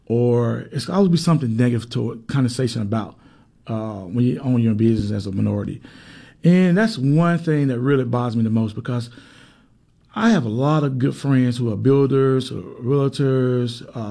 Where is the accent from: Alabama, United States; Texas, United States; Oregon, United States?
Alabama, United States; we got people right here that was born and raised, like myself, born and raised in Eastern Alabama, who can do the job.